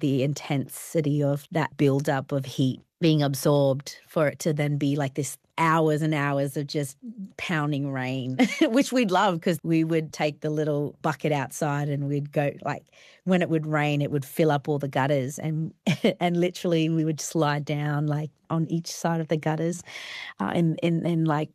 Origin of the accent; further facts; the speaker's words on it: Darwin, Northern Territory, Australia; Yes, I do remember growing up in Darwin. I'm one of 5 girls, so we were always outside.